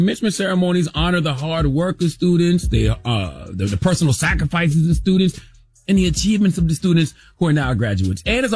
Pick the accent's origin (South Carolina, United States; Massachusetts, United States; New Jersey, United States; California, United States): South Carolina, United States; Dropping the clues bombs from my home state of South Carolina.